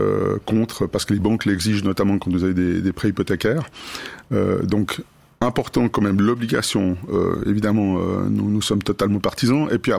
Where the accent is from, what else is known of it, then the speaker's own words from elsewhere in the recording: Romandy, Switzerland; Premièrement, parce qu'on est romand